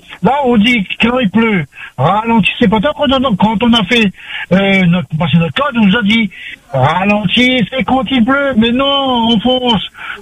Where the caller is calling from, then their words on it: Saint-Paul, Réunion; Là, je suis à Combé, en fait, avant l'Urcopa.